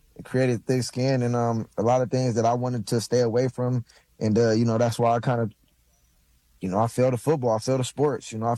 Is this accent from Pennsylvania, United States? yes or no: no; Los Angeles, California, United States; USC was right there in my backyard. I grew up in the Crenshaw district, and, you know, that was literally in my backyard